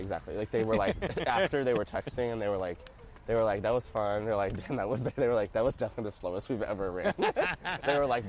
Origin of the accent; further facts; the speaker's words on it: Baltimore, Maryland, United States; In Baltimore.